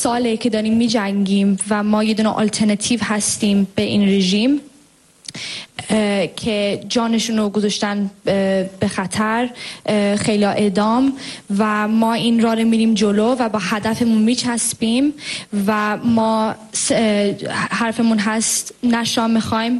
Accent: England, United Kingdom; و من از انگلیس هستم.

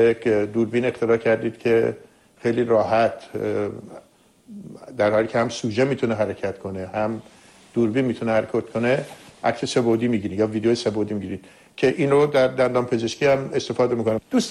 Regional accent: Iran; برای من به عنوان یک ایرانی

